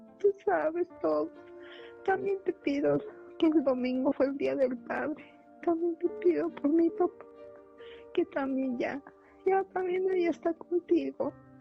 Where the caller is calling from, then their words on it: Mexico City, Mexico; Hablo de la Ciudad de México.